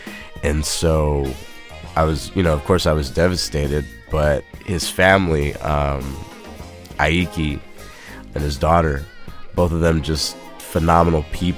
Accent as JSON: {"language": "English", "town": "El Paso", "region": "Texas", "country": "United States", "tie": "born or raised there", "also_born_or_lived": "Austin, Texas", "moved": "as an adult", "lives_now": "Brooklyn, New York, United States", "said": "Born and raised in El Paso, Texas, lived there for 18 years of my life, and then moved up here to Austin for UT Austin."}